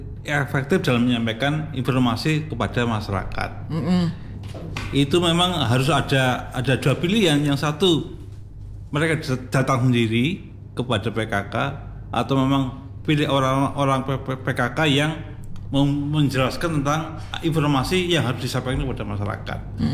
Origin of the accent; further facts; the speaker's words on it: Surakarta, Central Java, Indonesia; kita sebagai warga Surakarta yang merupakan kota budaya yang modern